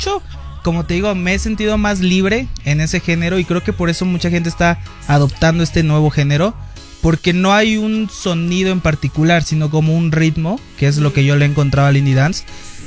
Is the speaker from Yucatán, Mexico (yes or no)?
no; Veracruz, Mexico; yo soy de Veracruz